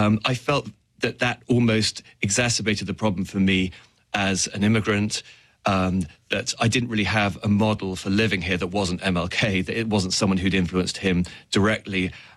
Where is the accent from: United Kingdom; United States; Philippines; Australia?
United Kingdom; people always expect me as a Brit to be an expert on the royal family, which I'm not.